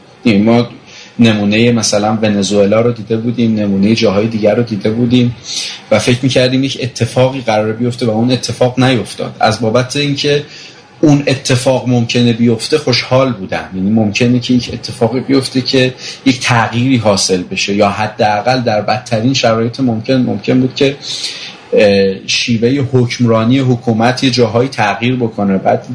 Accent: Qom, Iran; من گذشته بسیار بسیار بسیار بسیار مذهبی داشتم تا جایی که تو قم بزرگ شدم و فکر میکنم نزدیک 7 سال تو قم طلبه بودم

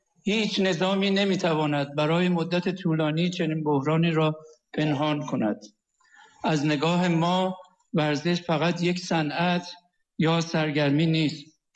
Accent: Iran; به عنوان یک ایرانی و پیشکسوت ورزشی

